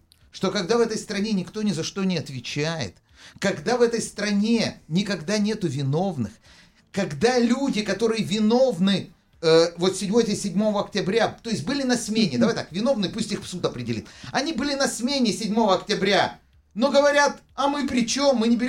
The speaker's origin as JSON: {"language": "Russian", "country": "Israel", "said": "ты спокойно выезжаешь и говоришь, что ты из Израиля."}